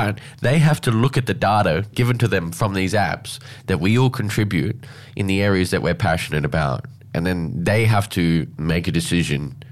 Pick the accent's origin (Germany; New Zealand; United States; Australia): Australia; Alice Springs, Northern Territory; When people, if I go into state and they say, oh, I'm from Alice Springs, they're kind of, it's like, really?